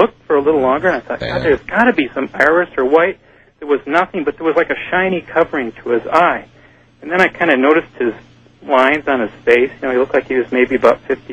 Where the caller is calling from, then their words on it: Santa Barbara, California, United States; I'm in Santa Barbara.